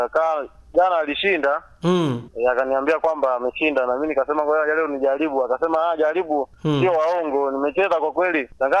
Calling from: Ikongosi, Tanzania; kutoka Ikongosi.

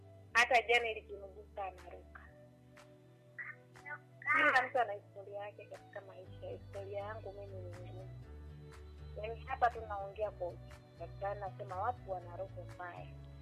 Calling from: Tanzania; roho mbaya zetu sisi Watanzania.

